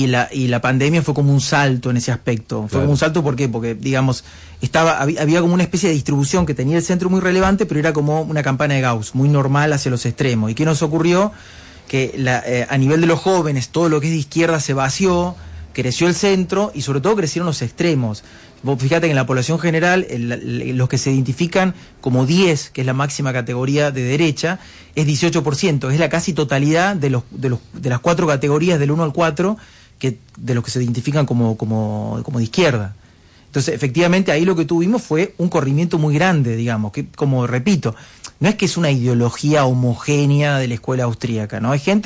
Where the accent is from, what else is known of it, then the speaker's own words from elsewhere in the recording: Córdoba, Argentina; Yo soy una persona que vengo del interior, no vengo del AMBA. Pero cuando vos vas al interior, soy de Córdoba.